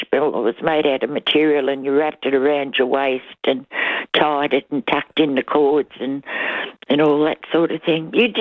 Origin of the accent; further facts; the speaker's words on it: Horsham, South East England, United Kingdom; Some of my teenage years, I grew up in Horsham, and every Saturday night there would be a dance in the town hall